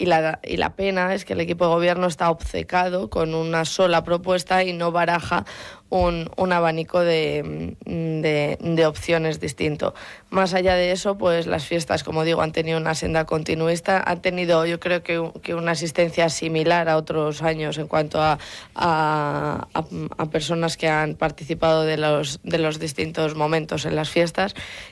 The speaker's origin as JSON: {"language": "Spanish", "town": "Segovia", "region": "Castile and León", "country": "Spain"}